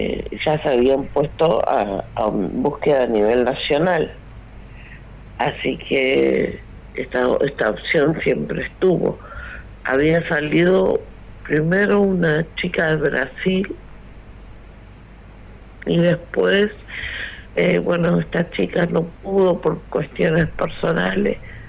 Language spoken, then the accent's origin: Spanish; Puerto Deseado, Santa Cruz, Argentina; now in Buenos Aires, Argentina; La verdad que sí, porque nosotros ahora en este momento estamos en Buenos Aires, nosotros somos de Puerto Deseado.